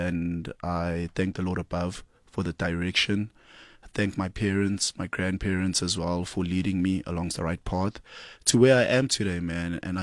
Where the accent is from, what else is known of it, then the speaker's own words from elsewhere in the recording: Saudi Arabia; now in Reunion; but girl, we come from the Saudi, man.